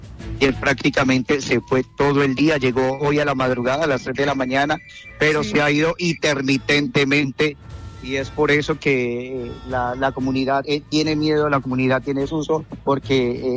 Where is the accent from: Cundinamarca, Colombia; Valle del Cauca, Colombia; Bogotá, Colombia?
Valle del Cauca, Colombia; Cali; Nosotros, los locutores de RCN Radio, la mayoría somos de Cali y vivimos en los edificios aledaños a la emisora.